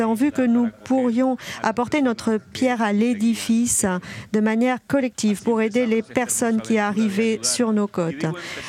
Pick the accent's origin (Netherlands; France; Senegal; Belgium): Senegal; now in Tenerife, Spain; Saint-Père, frères et sœurs … j'ai 20 ans et je viens du Sénégal.